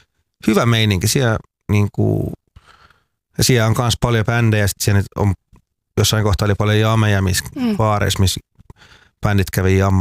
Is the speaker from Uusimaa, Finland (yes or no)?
no; Tampere, Pirkanmaa, Finland; vaikka mä koen, että olen tamperelainen, tai me ollaan, sanotaanko, että me ollaan tamperelaistuttu